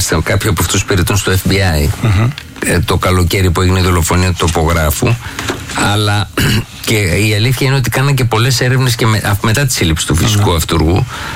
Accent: Paros, South Aegean, Greece; Ναι, η Πάρος είναι η ιδιαίτερη μου πατρίδα, ναι, όπως ξέρεις. Εκεί, ναι, έκανε ένα δικαστήριο στο χωριό μου.

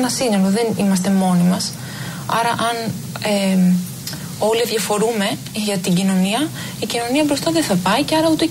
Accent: Greece

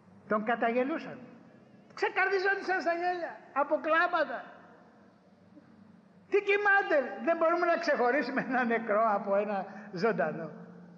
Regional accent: Piraeus, Attica, Greece; born or raised there

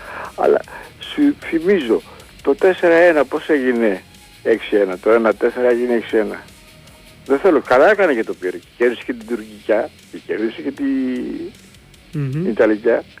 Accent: Paiania, Attica, Greece; Και είμαι από το Δημοπεάνιας.

